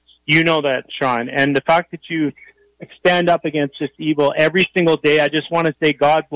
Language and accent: English; Canada; I'm Canadian, but when I saw